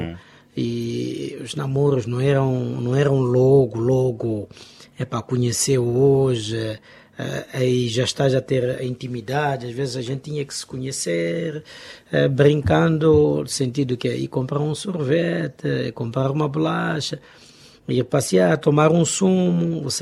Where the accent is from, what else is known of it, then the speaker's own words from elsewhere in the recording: Tete, Mozambique; also born or lived in Quelimane; voltei para Tete e nunca mais saí de Tete. As minhas raízes são todas cá de Tete.